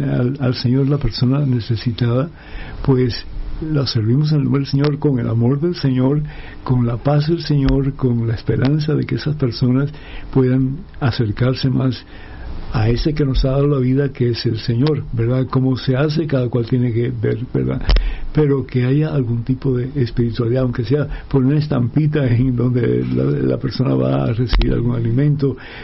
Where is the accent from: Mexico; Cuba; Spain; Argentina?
Cuba; moved away; cuando yo llegué de Cuba con mi hermano y después mis padres que llegaron 5 años más tarde